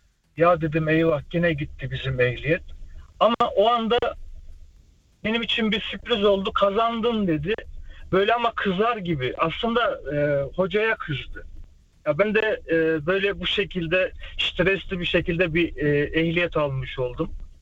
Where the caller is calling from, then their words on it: Berlin, Germany; Berlin'den.